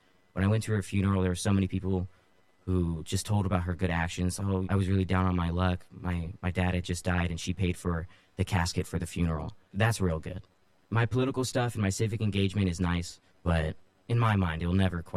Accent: Modesto, California, United States; also born or lived in Hayward / Keyes; So I'm originally from Hayward, California, but I moved when I was probably about 3 or 4 years old to Keyes, which is a city in between Ceres and Turlock. But then I only stayed there for a little bit till I moved to Modesto.

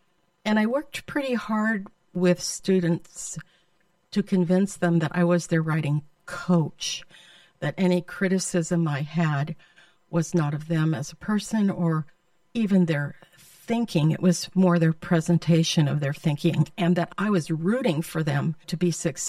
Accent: San Diego, Midwest, United States; born or raised there

